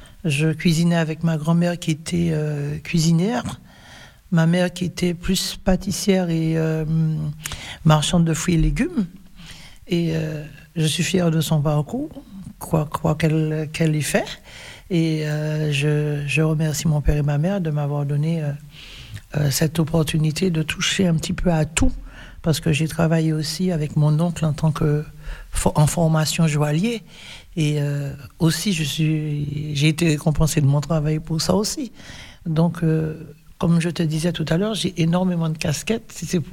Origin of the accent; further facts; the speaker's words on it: Saint-Pierre, Martinique; Je suis originaire de la Martinique, de la commune de Saint-Pierre